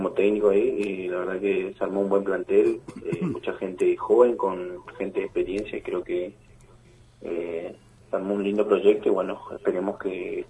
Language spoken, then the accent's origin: Spanish; Resistencia, Chaco, Argentina; Sí, o sea, yo soy de la provincia de Resistencia, soy chaqueño.